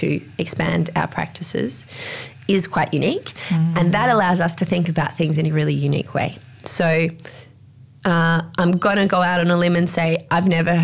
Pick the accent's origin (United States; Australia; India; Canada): Australia; Alice Springs, Northern Territory; also born or lived in Germany; when I come back to my home, because I was born and raised here in Alice